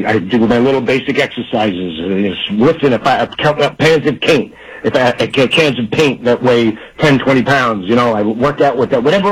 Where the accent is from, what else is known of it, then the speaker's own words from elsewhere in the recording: Staten Island, New York, United States; You know, I am going to miss my hometown of Staten Island because I'm there every year in the parade, small town USA